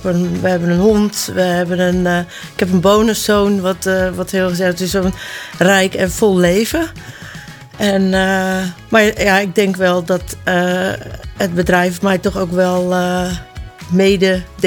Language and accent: Dutch; Uithoorn, North Holland, Netherlands; moved away as an adult; now in Aalsmeer, Netherlands; woonachtig in Aalsmeer sinds het jaar 2000. Ik kom hier oorspronkelijk eigenlijk niet vandaan. Ik ben namelijk geboren en getogen in Uithoorn.